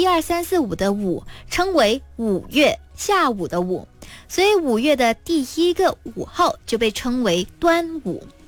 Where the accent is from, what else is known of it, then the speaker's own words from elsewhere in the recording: Kedah, Malaysia; 那我是吉打人嘛，所以我在那里也挺常吃到这样子的粽子的。